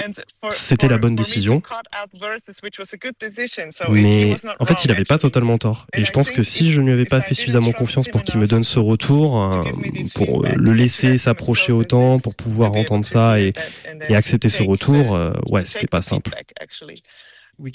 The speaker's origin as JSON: {"language": "French", "country": "Switzerland", "said": "Déjà, on est Suisse, donc c'est là que nous avons le plus de liens."}